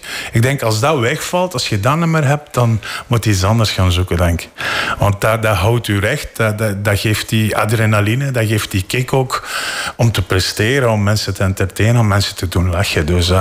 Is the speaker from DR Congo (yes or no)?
no; Flanders, Belgium; now in Brussels, Belgium; Ja, Limburg is voor mij thuiskomen.